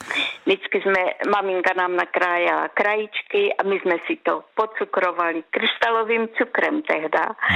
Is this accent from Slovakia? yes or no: yes; Senica, Trnava Region, Slovakia; moved away; pocházím z vesnice, ze Senice